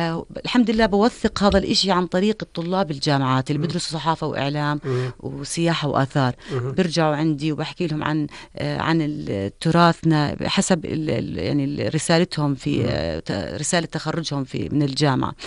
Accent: Mahis, Balqa Governorate, Jordan; born there; يعني انا مسقط رأسي ماحص، وانا بنت فلاحة اصلا.

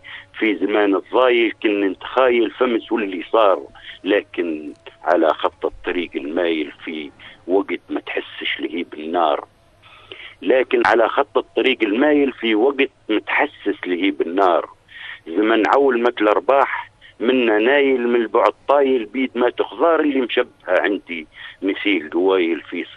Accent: Tunisia; احنا عندنا في تونس

